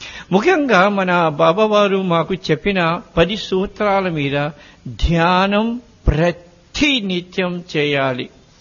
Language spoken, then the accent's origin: Telugu; Mauritius; first language Mauritian Creole; Telugu is a second language; నేను భారతీయుణ్ణి కాను, నేను ఆంధ్రుణ్ణి కూడా కాను. ఎందుకనగా మా పూజనీయులైన పూర్వీకులు 200 సంవత్సరాల క్రితం మీ ఆంధ్ర పుణ్యభూమి నుంచి సప్త సముద్రాలు దాటి మారిషస్ దేశానికి వెళ్లారు.